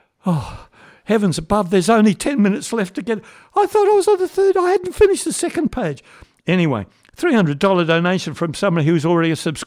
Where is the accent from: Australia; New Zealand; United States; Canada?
Australia; Whyalla, South Australia; when I was a kid in primary, well, maybe primary school, early high school, can't quite remember, in Wyala as it was